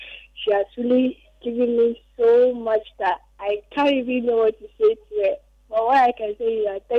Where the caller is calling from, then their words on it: Eastern Region, Ghana; I'm calling you from Achuma Ebuakwa.